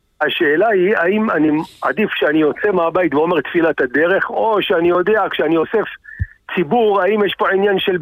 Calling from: Kfar Saba, Central District, Israel; מכפר סבא.

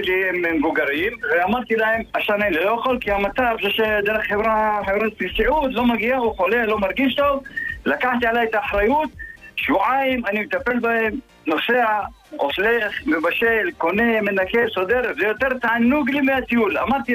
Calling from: Jerusalem, Jerusalem District, Israel; אנחנו מירושלים.

